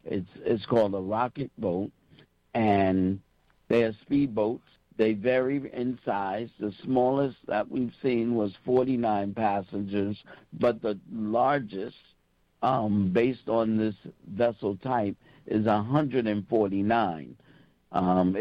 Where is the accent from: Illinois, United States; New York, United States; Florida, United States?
New York, United States; growing up in Harlem